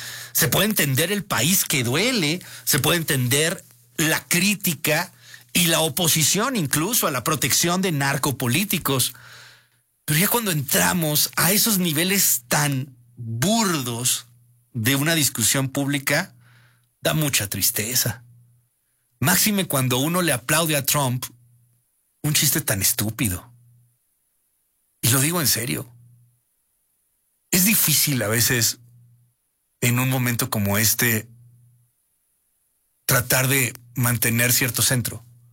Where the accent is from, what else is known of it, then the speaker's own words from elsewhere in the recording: Mexico; A mí orgullosamente me gusta decir que soy mexicano.